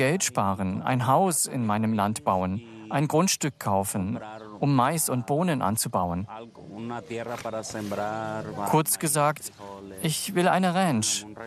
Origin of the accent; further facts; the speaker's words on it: Honduras; moved away as an adult; Ich komme aus Honduras. Wir sind Auswanderer. Wir sind aus wirtschaftlichen, politischen, kulturellen und sozialen Gründen ausgewandert